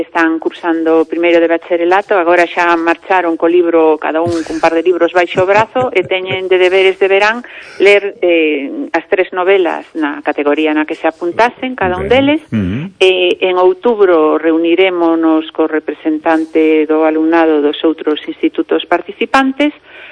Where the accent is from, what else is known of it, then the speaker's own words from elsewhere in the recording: Galicia, Spain; Somos galegos, ¿no? Calquera ocasión é boa para montar unha festa.